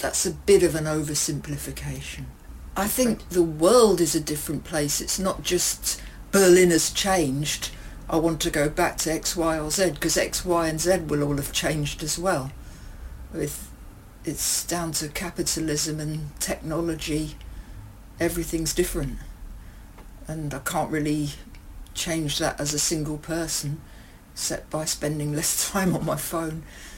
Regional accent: England, United Kingdom; moved away; I definitely get more positive attention, especially as a musician, for being English. I think people find it a little bit exotic, which is flattering, because I never thought of myself as exotic when I was living in England.

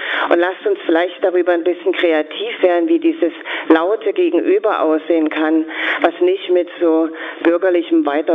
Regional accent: Saxony, Germany; weil ich bin hierher gezogen, weil es hier eben noch gemütlicher ist als in dem Dorf in Sachsen, wo ich herkomme.

